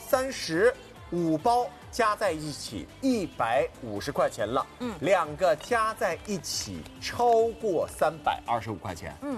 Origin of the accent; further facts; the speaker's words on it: Hangzhou, Zhejiang, China; 因为我是杭州人，